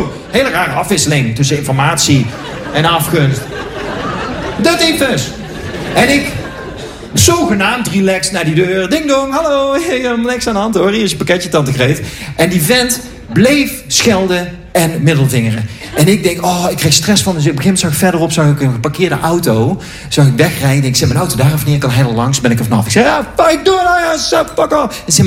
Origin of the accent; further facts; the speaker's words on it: Eindhoven, North Brabant, Netherlands; Ik kan dat niet, want ik ben opgegroeid in Eindhoven. Daar heb je ruimte zat. Daar doet niemand dat.